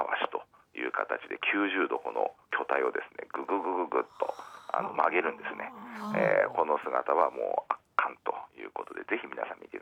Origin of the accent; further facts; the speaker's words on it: Nanao, Ishikawa, Japan; 私の地元七尾市内を練り歩くということで